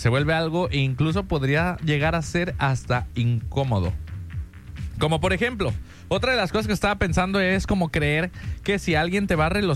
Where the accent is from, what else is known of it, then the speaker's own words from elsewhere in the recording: Mexico; creo que también como mexicano es normal